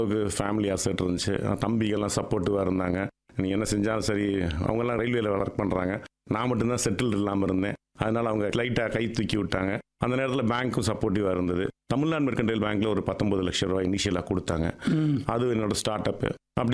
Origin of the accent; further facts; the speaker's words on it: Madurai, Tamil Nadu, India; நான் இங்கே வெளியூருக்குலாம் போல, மதுரையில பிறந்து மதுரையில் வளர்ந்தேன், மதுரையில வேலை பார்த்தேன்.